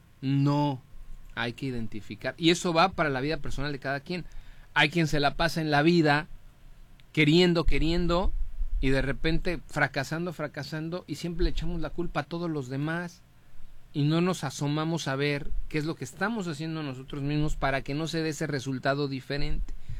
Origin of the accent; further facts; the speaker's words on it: Mexico; muy propia, por ejemplo, de nuestra genética como mexicanos.